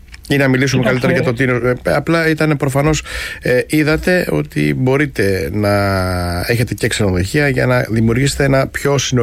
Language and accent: Greek; Chania, Crete, Greece; Ως Χανιώτης